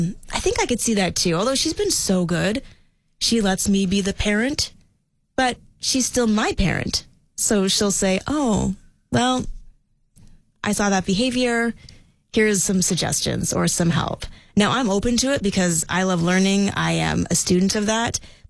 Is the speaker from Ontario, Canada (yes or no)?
no; Edmonton, Alberta, Canada; So growing up in Edmonton, where the culture is a predominantly, British culture